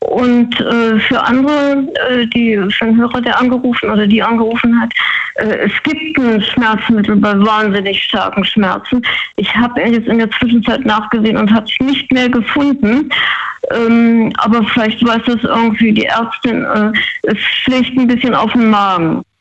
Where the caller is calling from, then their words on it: Freiburg, Baden-Württemberg, Germany; Freiburg, kurz gesagt.